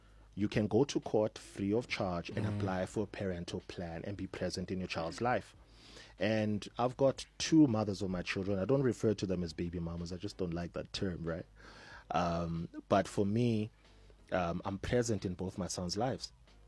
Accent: Soweto, Gauteng, South Africa; being a guy born and raised in Soweto

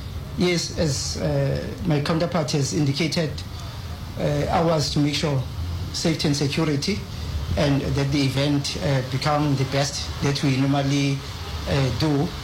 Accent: Durban, KwaZulu-Natal, South Africa; this is my hometown.

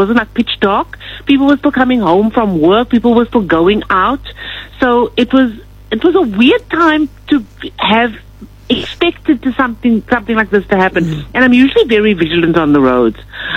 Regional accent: Cape Town, Western Cape, South Africa; And I grew up in Mitchell's Plains, so I have no excuse.

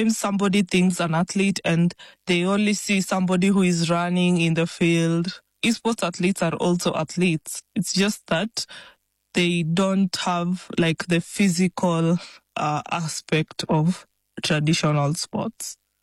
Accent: Kenya; I come from Kenya

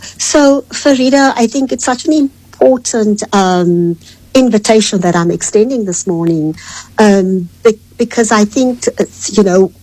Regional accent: South Africa; I will take back and claim my space as a South African citizen or as a family member or as a woman.

